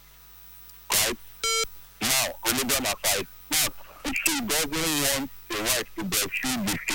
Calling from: Bayelsa, Nigeria; I'm calling from Bayelsa.

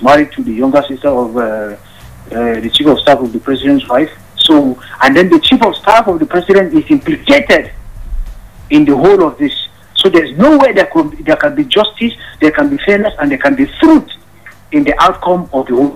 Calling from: Nigeria; calling from Tunwada.

